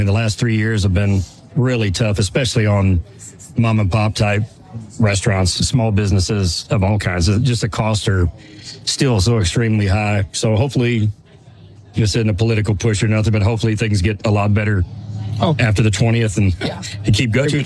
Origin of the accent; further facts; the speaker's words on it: Houston, Texas, United States; Yeah, I'm from Houston originally and out of high school. I went to San Jacinto Junior College to play baseball.